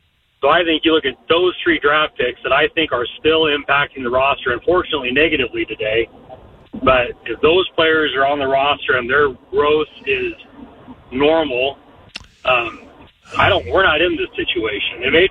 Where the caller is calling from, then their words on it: Nebraska, United States; I'm still from Nebraska, so you're good.